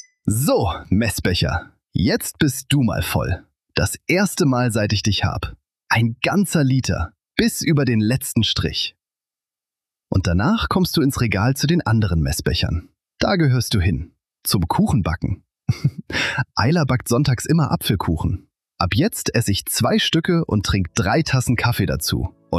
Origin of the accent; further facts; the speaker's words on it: Cologne, North Rhine-Westphalia, Germany; Wir sind beide Kölner.